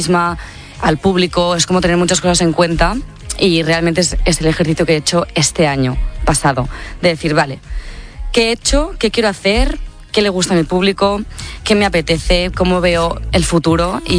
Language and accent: Spanish; Tiana, Catalonia, Spain